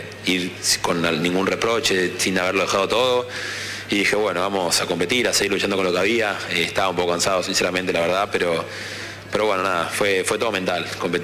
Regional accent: Argentina; siendo argentino, jugando acá.

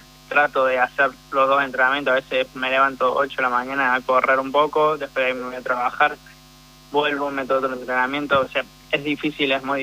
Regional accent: Córdoba, Argentina; Córdoba capital, sí.

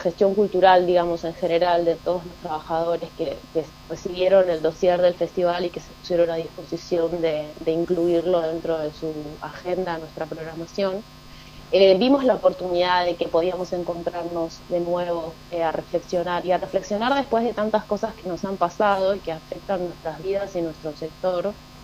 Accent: Buenos Aires, Argentina; now in Bariloche, Argentina; yo soy porteña, parte, ¿no? Claro, sí. me migré a Bariloche y entonces siempre estoy descubriendo qué tan porteña soy

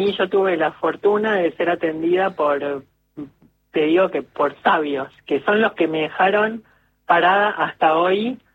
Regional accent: Argentina; Pero soy argentina.

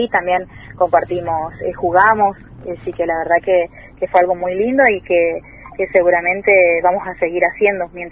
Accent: Mercedes, Corrientes, Argentina; somos todos acá de Mercedes

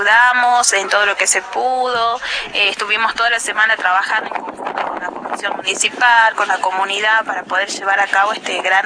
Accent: Jujuy, Argentina; tanto como argentino como jujeños.

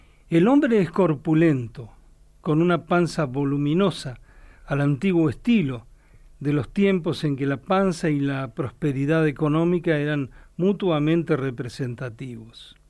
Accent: Caleta Olivia, Santa Cruz, Argentina; moved away; yo me crié en Caleta Olivia

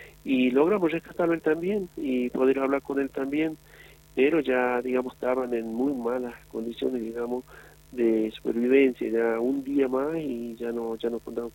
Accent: Antofagasta de la Sierra, Catamarca, Argentina; yo soy acá de Antofagasta, soy un proveedor minero de acá de la zona, conocedor también de la zona.

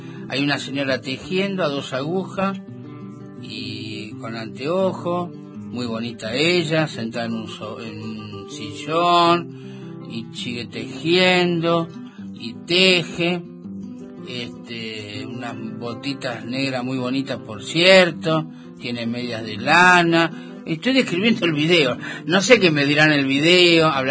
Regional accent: Lago Rosario, Chubut, Argentina; soy de Lago Rosario. Mirá, el Lago Rosario, ¿eh?

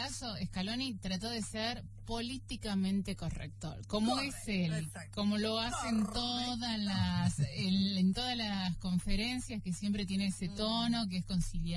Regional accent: Argentina; yo creo que como argentinos

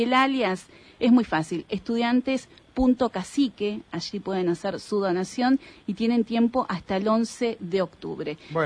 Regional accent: Río Mayo, Chubut, Argentina; also born or lived in Comodoro Rivadavia; now in Esquel, Argentina; Soy de Río Mayo, mi documento dice nacida en Comodoro Rivadavia, pero mi corazón está en Río Mayo, esquelense por adopción y elección, pero bueno, mi corazón está allí, claro, en mi querido pueblo de Río Mayo

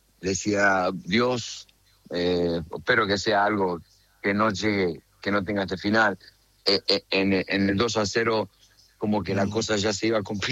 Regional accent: Argentina; Hoy somos todos Argentina

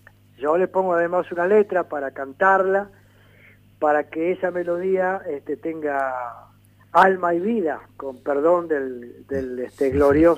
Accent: Buenos Aires, Argentina; also born or lived in Córdoba, Argentina; Nací en Córdoba capital, como toda mi familia somos de ahí. De chiquito vine a Buenos Aires, donde pasé toda mi vida

